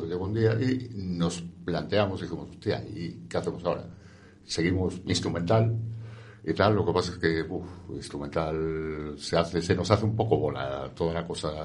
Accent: Ourense, Galicia, Spain; Sí, yo soy de Ourense. Ourense Capital, Vigo Sucursal.

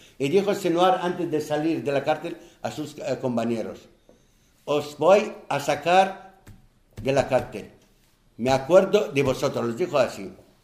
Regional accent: Palestine

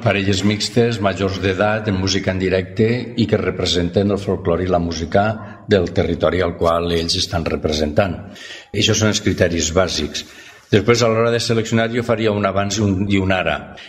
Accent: Valencian Community, Spain; qui perd les seues senyes per la identitat i nosaltres som valencians.

